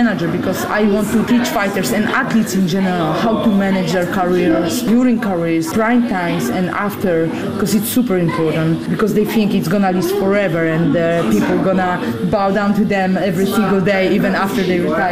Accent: Olsztyn, Warmian-Masurian Voivodeship, Poland

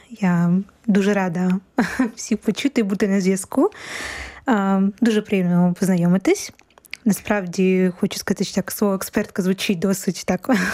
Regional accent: Kharkiv, Kharkiv Oblast, Ukraine; now in Poland; Я з міста Харкова. Власне, я народилася у Харкові і жила багато років в місті Харків. Але вже коли приїхала до Польщі

